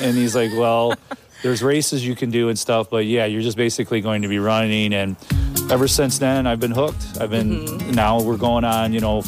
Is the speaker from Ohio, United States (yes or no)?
yes; Spencer, Ohio, United States; Yeah, I grew up south in Spencer.